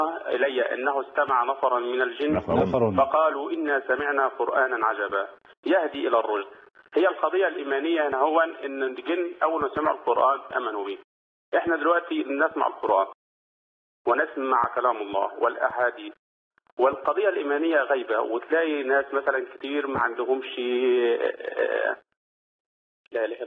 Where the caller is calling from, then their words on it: Egypt